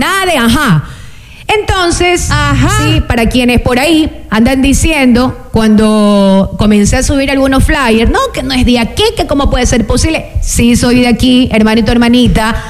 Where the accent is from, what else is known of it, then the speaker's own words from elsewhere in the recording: La Libertad, Santa Elena, Ecuador; al menos yo tengo mis 37 años que voy a cumplir, los he tenido aquí en el Cantón La Libertad, sí, vivo aquí, soy oriunda de aquí